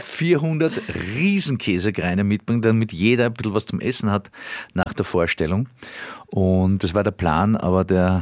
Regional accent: Mödling District, Lower Austria, Austria; ich bin im Bezirk Mödling aufgewachsen

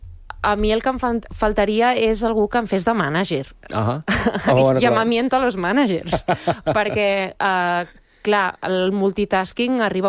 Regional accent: Balearic Islands, Spain; born there; accent: Majorcan; first language Central Catalan; also born or lived in Barcelona; pare madrileny, mare catalana, i jo i ma germana vam néixer a Mallorca. Llavors, a casa s'ha parlat sempre castellà i català central, però de portes a fora hem parlat sempre mallorquí. Llavors, jo, la que trepitjo la illa, doncs, xer mallorquí, i amb els meus amics xer mallorquí

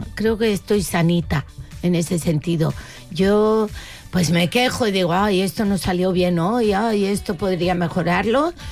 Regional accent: Canary Islands, Spain; yo soy canaria.

